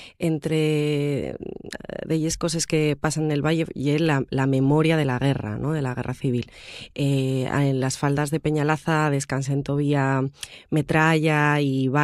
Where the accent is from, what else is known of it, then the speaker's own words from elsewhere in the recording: Rodiezmo, Castile and León, Spain; mi zona, de Rodiezmo, que el, mi pueblo está en una zona fronteriza entre Asturias y León